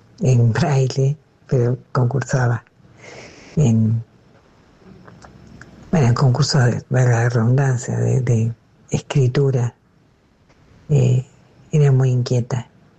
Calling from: Adrogué, Buenos Aires Province, Argentina; de Adroé.

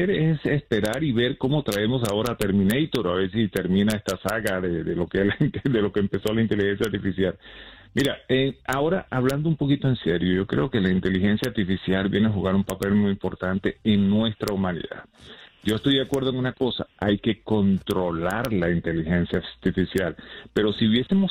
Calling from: Miami, Florida, United States; Estoy aquí cerquita de ti, aquí en Miami.

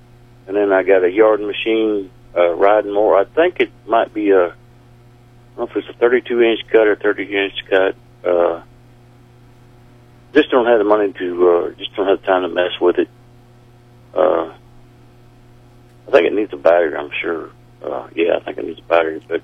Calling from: Slater, Missouri, United States; Calling from Slater.

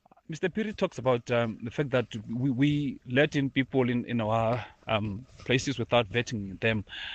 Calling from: South Africa; as a South African citizen

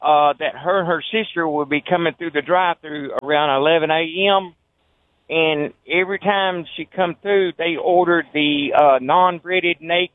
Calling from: Cookeville, Tennessee, United States; I'm just down here working today. I'm from Cookeville, Tennessee.

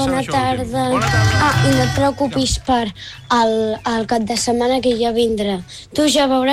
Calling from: Rubí, Catalonia, Spain

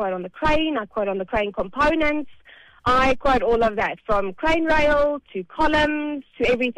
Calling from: Benoni, Gauteng, South Africa; But I'm calling from Benoni in Joburg.

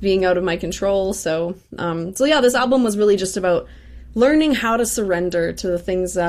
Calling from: Edmonton, Alberta, Canada; I'm calling in from Edmonton on Treaty 6 territory in Alberta, Canada, today.

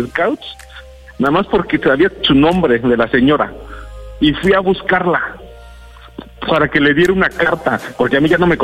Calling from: Mexico City, Mexico; Tengo 35 años y soy de la Ciudad de México.

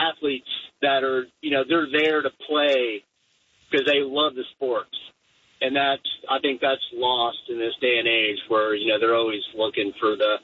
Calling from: Birmingham, Alabama, United States; I'm from Birmingham

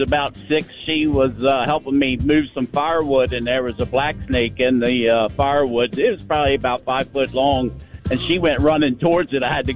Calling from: Airville, United States; from Airville.

